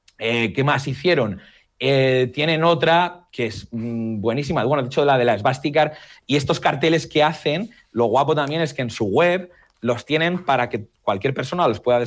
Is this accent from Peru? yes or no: no; Ciudad Rodrigo, Castile and León, Spain; perdía la vida en mi pueblo, en Ciudad Rodrigo, así que, bueno, pues un abrazo fuertísimo.